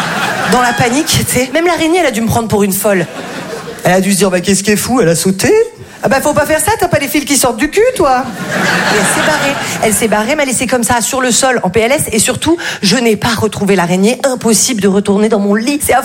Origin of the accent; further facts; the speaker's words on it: Val-de-Blore, Provence-Alpes-Côte d'Azur, France; moi je viens d'un tout petit village qui s'appelle Val-de-Blore, c'est sublime